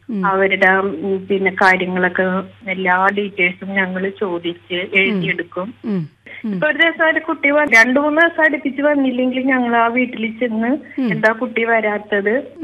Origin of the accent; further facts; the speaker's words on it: Udayamperoor, Kerala, India; ഞങ്ങൾ ജനിച്ചു വളർന്ന നാടല്ലേ.